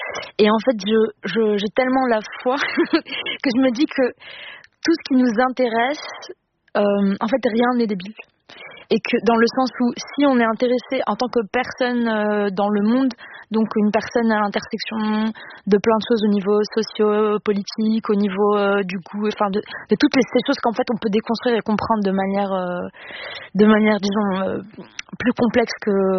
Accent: Morocco

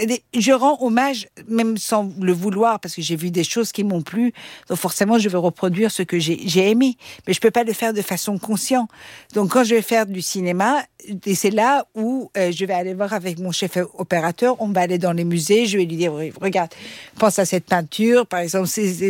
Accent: Austria; first language Persian; French is a second language; Je parlais le persan, mes parents ils m'ont mis dans une école francophone, après j'ai grandi en Autriche.

